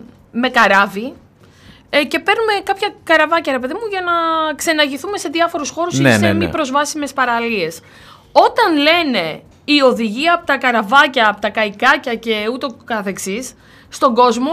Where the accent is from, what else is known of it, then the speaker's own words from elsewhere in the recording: Kavala, Eastern Macedonia and Thrace, Greece; moved away; μεγάλωσα στην επαρχία, στην Καβάλα